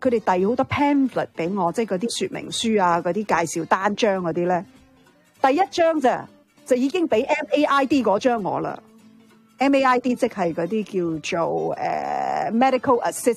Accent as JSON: {"language": "Cantonese", "country": "Canada", "said": "唔系，佢系我哋加拿大人嚟噶。"}